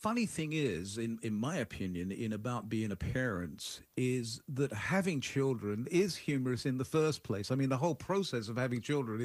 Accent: United Kingdom; well, I'm British, so what do I know?

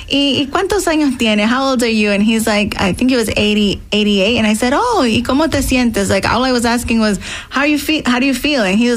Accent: Brooklyn, New York, United States; born there; Well, I was born in Brooklyn, New York, in a very Dominican neighborhood in the 90s

